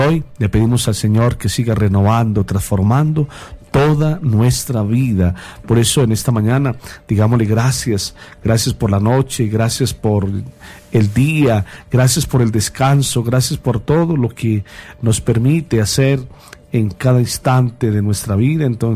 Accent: Colombia; nos unimos a todos hoy como familia colombiana.

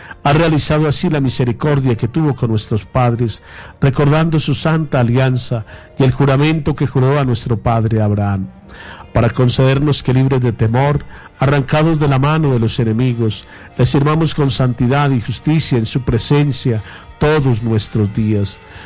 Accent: Colombia; nosotros como colombianos

